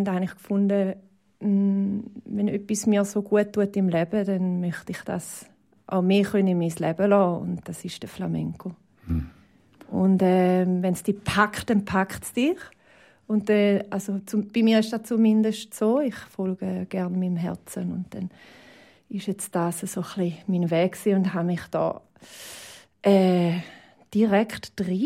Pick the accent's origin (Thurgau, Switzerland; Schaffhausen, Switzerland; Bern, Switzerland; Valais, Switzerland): Schaffhausen, Switzerland; Ich komme aus Schaffhausen.